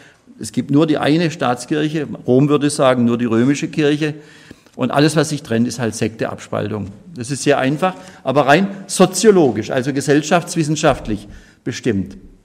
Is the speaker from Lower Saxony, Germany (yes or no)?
no; Baden-Württemberg, Germany; Dann gibt es natürlich auch die Unionskirchen, etwa in Baden, wo ich herkomme